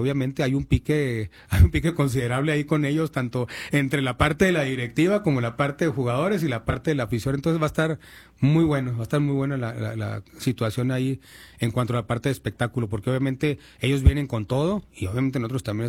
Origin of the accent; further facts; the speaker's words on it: Chihuahua, Mexico; nosotros somos ahí chihuahuenses